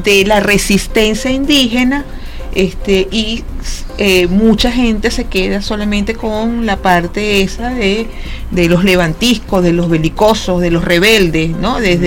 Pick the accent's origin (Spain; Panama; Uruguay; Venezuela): Venezuela; reconocernos como venezolanos